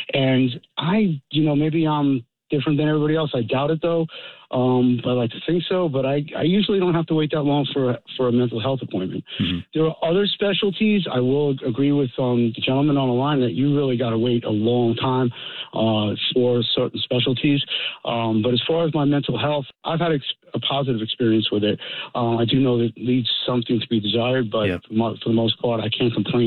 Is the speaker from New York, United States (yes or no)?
yes; New York, United States; now in Riverview, United States; I relocated from New York